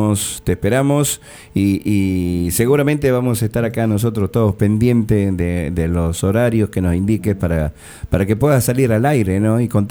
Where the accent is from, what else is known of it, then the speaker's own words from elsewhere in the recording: Argentina; nosotros los argentinos